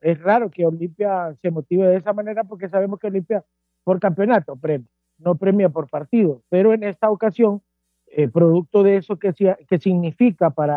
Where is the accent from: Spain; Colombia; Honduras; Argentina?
Honduras; soy hondureño